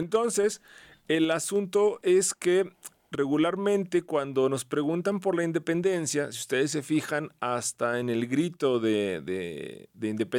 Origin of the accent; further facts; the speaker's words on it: Zacatecas, Mexico; ¿qué es lo que nos identifica como zacatecanos o como mexicanos?